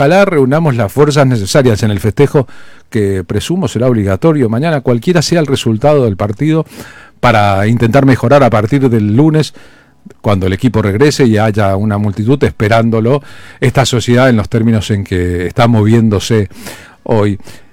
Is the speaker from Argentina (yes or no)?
yes; Argentina